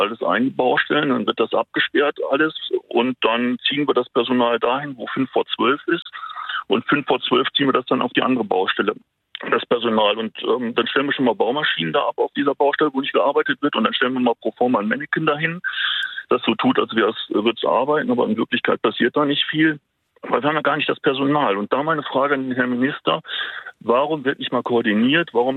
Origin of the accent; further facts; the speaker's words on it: Cologne, North Rhine-Westphalia, Germany; Und ich bin natürlich als Kölner auch betroffen von dieser Bonner Nordbrücke.